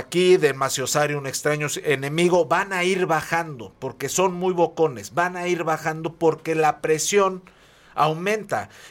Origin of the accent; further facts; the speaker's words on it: Mexico; nos preocupa más como mexicanos